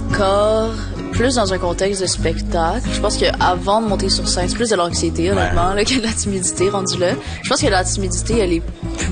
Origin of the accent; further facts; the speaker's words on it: Quebec, Canada; first language French; c'était juste de le faire dans ma langue maternelle, puis avec la manière dont je parle à tous les jours. Puis c'était aussi, I guess, un peu un choix de vouloir faire perdurer la langue, puis la culture québécoise.